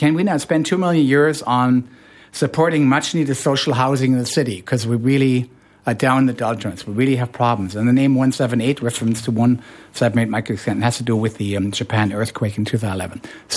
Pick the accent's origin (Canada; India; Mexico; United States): Canada; Toronto, Ontario; No, I'm from Toronto, but I know Frankfurt well.